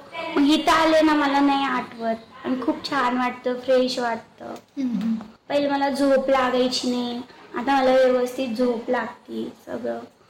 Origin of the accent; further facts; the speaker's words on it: Miraj, Maharashtra, India; moved away; मी सांगलीची आहे, मिरज सांगली. माझ्या मम्मीचं गाव आहे ते.